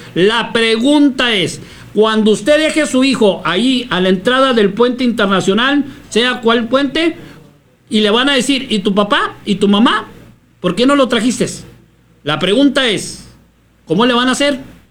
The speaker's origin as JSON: {"language": "Spanish", "country": "Mexico", "said": "Qué cobardes somos en México"}